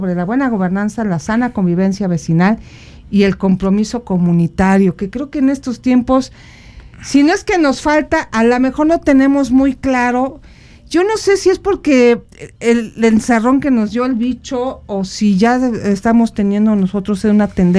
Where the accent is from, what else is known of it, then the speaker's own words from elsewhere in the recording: Mexico City, Mexico; now in San Luis Potosí, Mexico; donde yo crecí, en la Ciudad de México